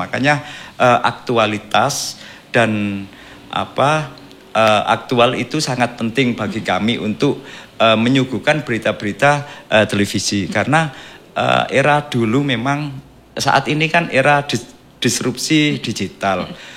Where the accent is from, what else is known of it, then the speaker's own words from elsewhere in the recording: Lamongan, East Java, Indonesia; Saya asli Lamongan.